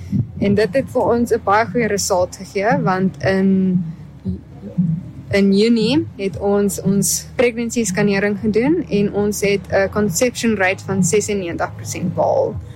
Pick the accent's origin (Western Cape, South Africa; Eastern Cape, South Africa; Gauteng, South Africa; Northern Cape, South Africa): Eastern Cape, South Africa; Middelburg; Ek is hier van Middelburg af.